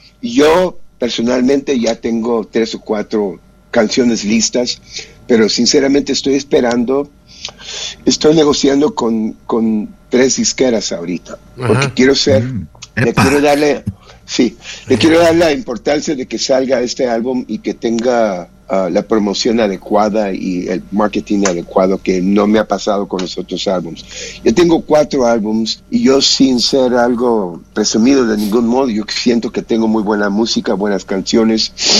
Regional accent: Mexico; moved away as an adult; now in Los Angeles, United States; vengo yo de México

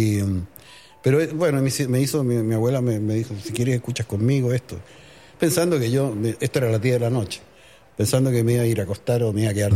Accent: Santiago, Santiago Metropolitan Region, Chile; born there; also born or lived in Linderos; Nací en Santiago, sí.

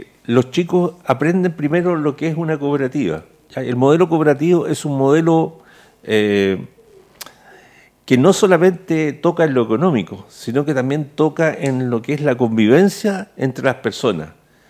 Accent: Chile

